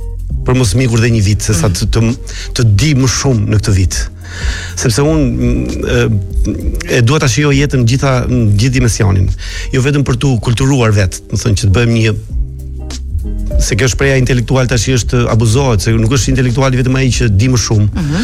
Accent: Sarandë, Vlorë County, Albania; now in Greece; Unë isha nga Saranda, na kapën në Korfuz, na nien det, na kapën, na kthyen. Shkova, arrita në Greqi mbas një përpjekje të madhe që bëra.

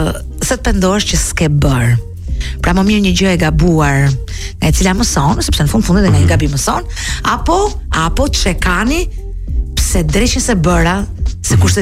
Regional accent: Durrës, Durrës County, Albania; moved away; unë jam nga Durrësi, nuk i kam humbur lidhjet me këtë qytet, kam një apartament të vogël, kam familjen, një pjesë familjes që jeton atje

